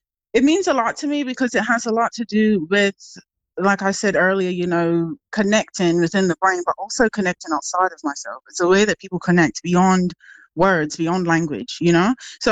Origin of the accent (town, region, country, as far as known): Bermuda; moved away